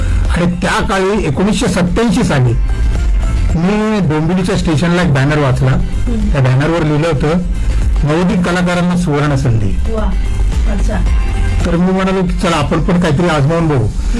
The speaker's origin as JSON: {"language": "Marathi", "town": "Mumbai", "region": "Maharashtra", "country": "India", "tie": "born or raised there", "said": "मी आधी मुंबईत राहायचो, वरील कोळीवाडा हे माझं गाव आणि कोळीवाडा म्हटलं की संपूर्ण कोळ्यांचं गाव होते"}